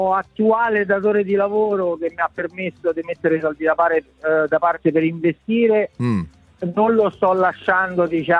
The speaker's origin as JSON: {"language": "Italian", "town": "Rome", "region": "Lazio", "country": "Italy", "said": "No, sono romano di Roma."}